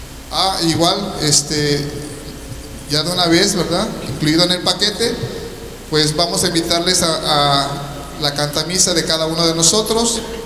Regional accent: Cancún, Quintana Roo, Mexico; Yo soy de Cancún

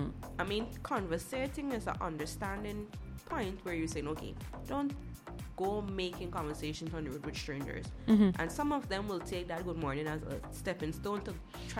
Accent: Sofia, Sofia City, Bulgaria; for a few years of my life, I grew up in Sofia, right? And it's the civilized part of Sofia.

